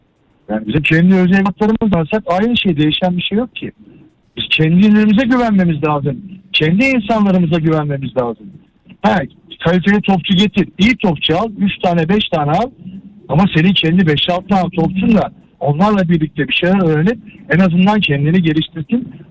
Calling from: Istanbul, Turkey; Ben İstanbul'dan arıyorum.

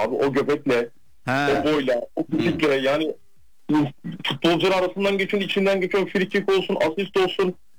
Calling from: Izmir, İzmir, Turkey; ben İzmir'den

